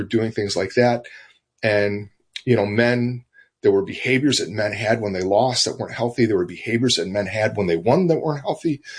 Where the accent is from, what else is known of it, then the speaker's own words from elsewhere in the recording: the South, United States; I thought, in my lifetime, I grew up was born in the Jim Crow South.